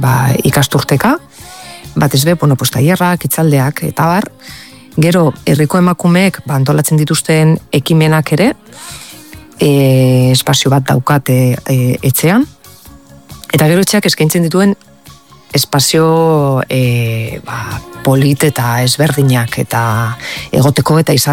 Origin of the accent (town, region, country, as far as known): Arrigorriaga, Basque Country, Spain